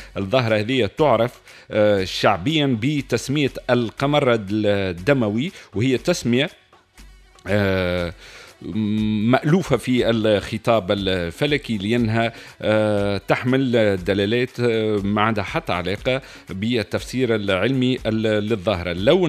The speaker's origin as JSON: {"language": "Arabic", "country": "Tunisia", "said": "بلادنا تونس"}